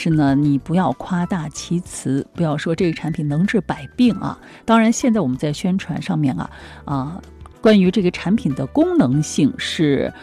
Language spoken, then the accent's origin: Chinese; China; 就我们中国人啊，绝大部分的地方它都是缺硒的